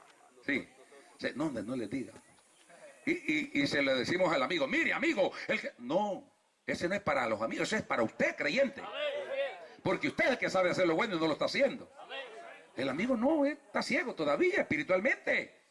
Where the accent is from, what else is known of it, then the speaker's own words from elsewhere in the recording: Honduras; porque yo soy hondureño. Alabia a Dios si puede. Yo soy nacido en Honduras. Bueno, me crecí aquí